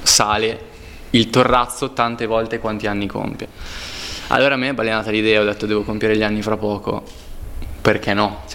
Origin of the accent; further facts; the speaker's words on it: Castelverde, Lombardy, Italy; Io, vabbè, sono di Cremona, quindi cioè